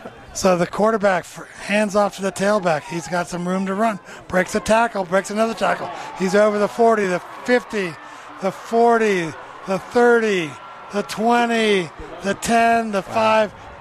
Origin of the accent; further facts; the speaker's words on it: Germany; accent: German; moved away; With my German accent.